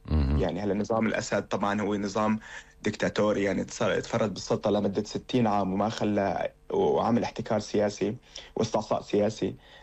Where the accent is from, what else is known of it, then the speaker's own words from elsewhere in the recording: Syria; moved away as an adult; now in Germany; مثل الإنجليزي إنه عندنا بسوريا درسنا.